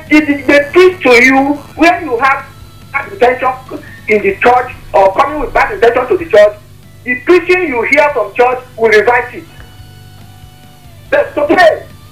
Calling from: Nigeria; our country called Nigeria

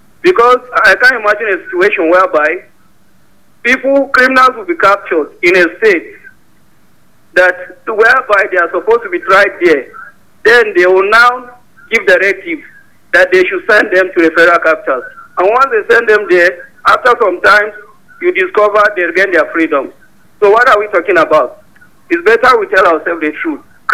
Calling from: Jos, Plateau, Nigeria; calling from Lamingo Road.

